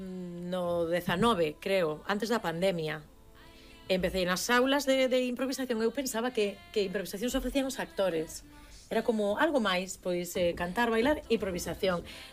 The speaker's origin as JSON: {"language": "Galician", "town": "Xeve", "region": "Galicia", "country": "Spain", "said": "Eu son de Xevé."}